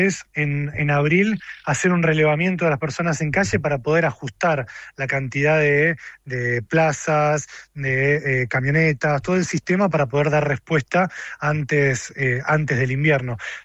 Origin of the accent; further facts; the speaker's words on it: Argentina; es parte de también de lo que nos define como argentinos.